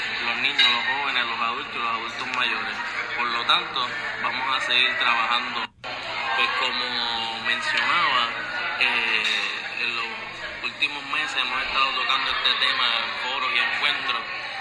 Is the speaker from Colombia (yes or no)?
no; Naguabo, Puerto Rico; moved away as an adult; now in Caguas, Puerto Rico; aunque actualmente vivo en Cagua, soy joven de Nahuabo, estudié toda mi vida en el barrio de Aguao, en el pueblo de Nahuabo, la Escuela Superior